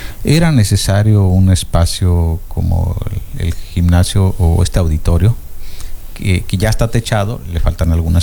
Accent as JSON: {"language": "Spanish", "town": "Tlanchinol", "region": "Hidalgo", "country": "Mexico", "tie": "born or raised there", "moved": "yes", "said": "mi tierra natal que amo, que adoro y que seguido estoy por allá en las nubes porque me encanta lo fresco de allá."}